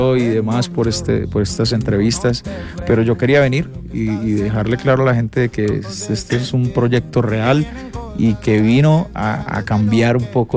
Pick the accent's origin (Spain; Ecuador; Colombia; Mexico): Colombia; Y yo, igual siendo colombiano